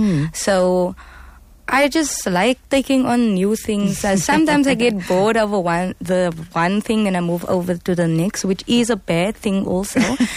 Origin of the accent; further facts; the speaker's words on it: Cape Town, Western Cape, South Africa; I'm 24 years old. I'm from Leonsdale, Elsis River.